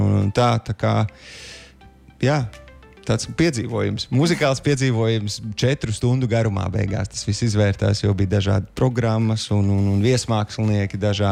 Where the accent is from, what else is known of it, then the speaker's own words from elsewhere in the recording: Bauska, Bauska Municipality, Latvia; es nāku no Bauskas, no dzimtās pilsētas